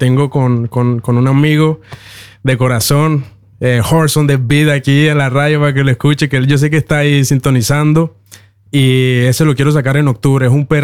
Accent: Cali, Valle del Cauca, Colombia; now in Norway; No, vine directo desde Colombia, desde Cali para traerle un poquito de esa cultura aquí a Noruega.

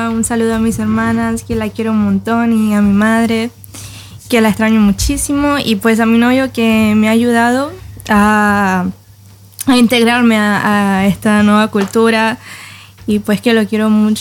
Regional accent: Barcelona, Anzoátegui, Venezuela; moved away as an adult; now in Norway; La ciudad se llama Barcelona.

